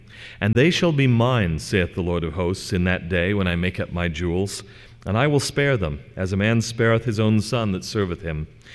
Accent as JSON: {"language": "English", "region": "California", "country": "United States", "tie": "born or raised there", "said": "growing up in California."}